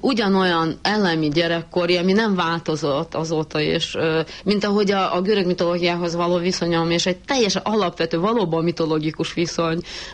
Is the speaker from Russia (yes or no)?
yes; Ural, Russia; also born or lived in Saint Petersburg; Azért tudom, mert hogy 6 éves koromban én elköltöztem Leningrádból, 7 éves koromtól kezdve egy uráli városban laktam